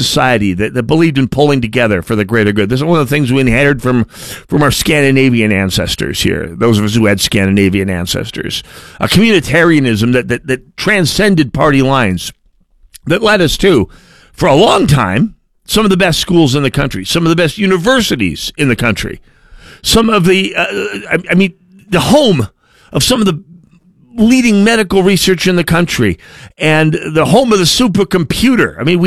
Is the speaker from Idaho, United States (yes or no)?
no; Minnesota, United States; born there; never mind the fact that I was born in Minnesota